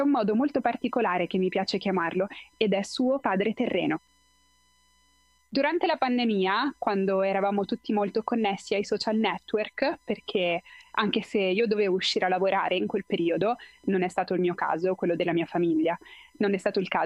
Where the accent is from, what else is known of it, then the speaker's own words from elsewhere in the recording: Venezuela; io sono del Venezuela